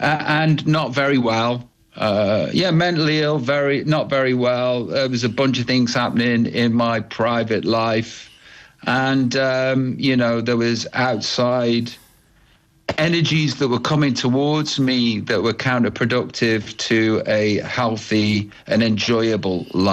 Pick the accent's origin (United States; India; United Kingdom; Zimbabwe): United Kingdom; I'm British